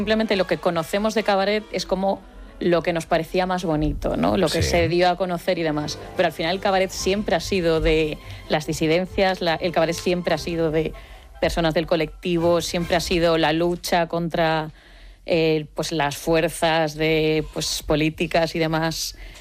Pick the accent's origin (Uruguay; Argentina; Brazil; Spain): Spain; Vigo, Galicia; yo soy de Vigo, cuando vuelvo a Vigo, sí noto, pues otra vez